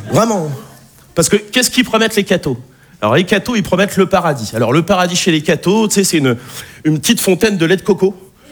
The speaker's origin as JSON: {"language": "French", "region": "Nouvelle-Aquitaine", "country": "France", "said": "Je viens d'un petit village de Charente, de 300 habitants"}